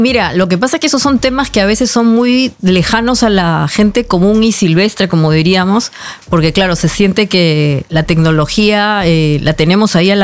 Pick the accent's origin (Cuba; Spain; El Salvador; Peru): Peru; now in Norway; en mi país, en el Perú